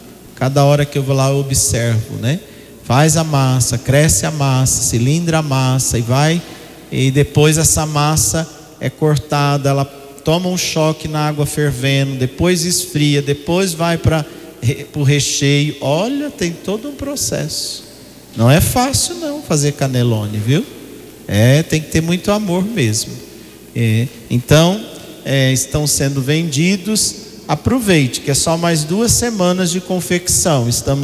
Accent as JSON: {"language": "Portuguese", "country": "Brazil", "said": "nós somos brasileiros, né?"}